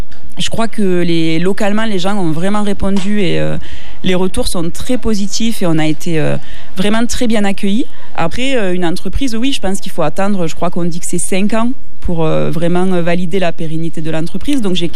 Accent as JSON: {"language": "French", "town": "Saint-Laurent-des-Gouzes", "region": "Occitanie", "country": "France", "said": "Alors moi, je suis originaire de Saint-Laurent-des-Gouzes, c'est pour ça, d'où mon accent."}